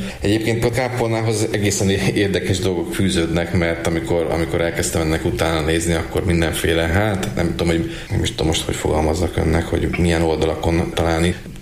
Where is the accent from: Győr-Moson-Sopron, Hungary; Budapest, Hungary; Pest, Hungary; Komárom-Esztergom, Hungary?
Komárom-Esztergom, Hungary; Kecskéd; a szülőfalunknak a kápolnáját mondanám, a Kecskédi kápolnát. Gyerekkorom óta is jól ismerem